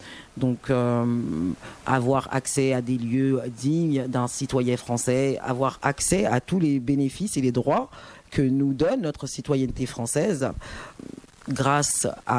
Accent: France; nous sommes une ethnie française, nous sommes des Noirs en France

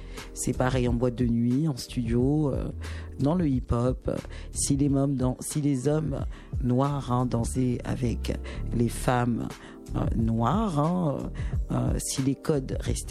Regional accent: France; chez nous en France

